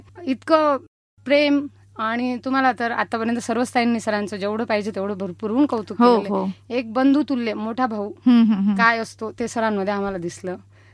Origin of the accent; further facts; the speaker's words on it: Wajirkhed, Maharashtra, India; moved away as an adult; now in Malegaon, India; मी मूळची मालेगाव पासून 6 किलोमीटरवर माझं माहेर आहे वजीरखेड म्हणून